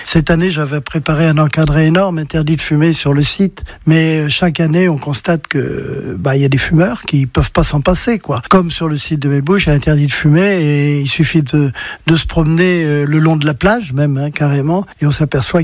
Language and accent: French; Centre-Val de Loire, France; nous les Brenoux